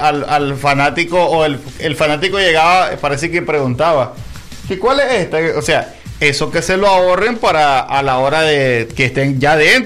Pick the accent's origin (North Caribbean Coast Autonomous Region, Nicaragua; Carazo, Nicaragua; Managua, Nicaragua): Managua, Nicaragua; Y yo siendo de Managua y todo, pero a mí no me gusta decir yo soy de Managua.